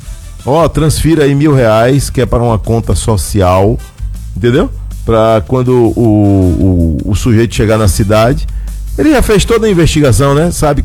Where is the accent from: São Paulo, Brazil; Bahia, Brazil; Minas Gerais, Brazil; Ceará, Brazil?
Bahia, Brazil; Salvador; Minha infância foi lá, rapaz, no Parque São Bartolomeu.